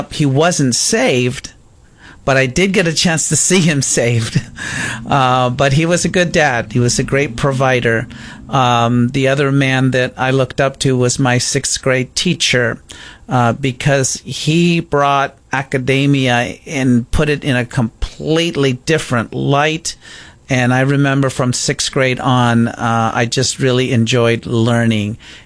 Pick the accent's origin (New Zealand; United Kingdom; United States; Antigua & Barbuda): United States; Wilmington, California; now in Kailua, United States; I grew up in a small town called Wilmington, and that is in Southern California. Some of the larger bordering cities would be Carson and San Pedro and Lameda. So, yeah, I grew up in Wilmington, California, the heart of the harbor.